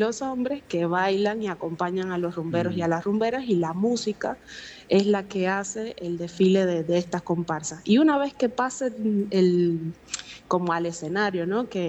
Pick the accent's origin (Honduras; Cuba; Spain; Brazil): Cuba; now in Mendoza, Argentina; Mañana les traigo otra sorpresa y de mi pueblo.